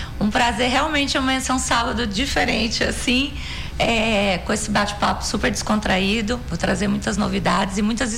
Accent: São Paulo, Brazil; moved away as an adult; now in Manaus, Brazil; eu sou paulista, né, do interior, já estou aqui há quase 20 anos, eu já me considero praticamente uma manauara

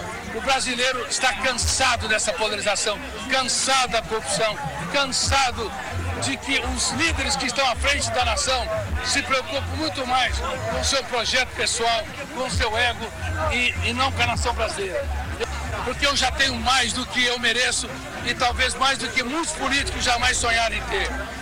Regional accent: Brazil; Eu não estou fazendo um juízo de valor, mas eu digo uma coisa, como brasileiro, como médico, como empresário, como trabalhador.

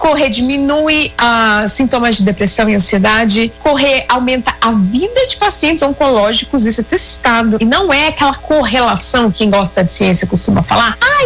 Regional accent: Italy; Portuguese is a second language

